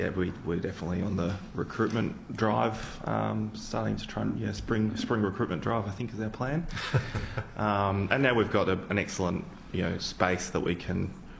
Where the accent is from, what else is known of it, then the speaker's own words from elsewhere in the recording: New South Wales, Australia; now in Victoria, Australia; I grew up in New South Wales, far north New South Wales, so I used to be in the New South Wales Rural Fire Service